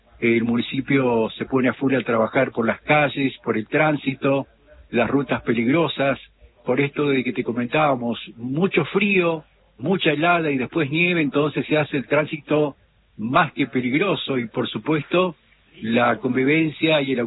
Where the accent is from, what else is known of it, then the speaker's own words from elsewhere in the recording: Río Mayo, Chubut, Argentina; no soy nacido acá, pero toda la vida aquí en nuestro lugar